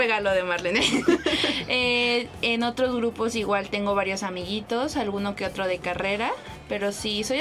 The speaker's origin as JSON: {"language": "Spanish", "region": "Chiapas", "country": "Mexico", "said": "Yo soy de Chiapas."}